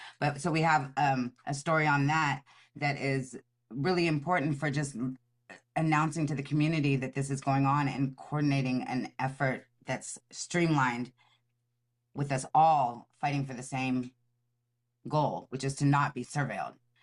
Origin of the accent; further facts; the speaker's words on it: the Bay Area, California, United States; moved away as an adult; also born or lived in Los Angeles; I'm from the Bay, but I lived in LA for a long time.